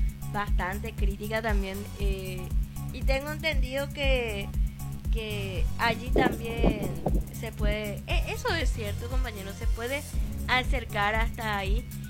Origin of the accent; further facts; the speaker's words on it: Paraguay; nosotros como paraguayos